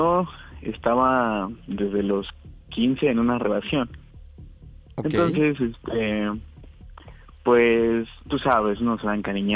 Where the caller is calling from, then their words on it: Mexico City, Mexico; Tengo 23 años y soy de la Ciudad de México